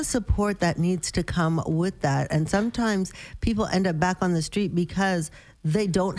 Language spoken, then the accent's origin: English; Canada; accent: Canadian; they told me my Canadian accent was off-putting. So I'd have to learn to speak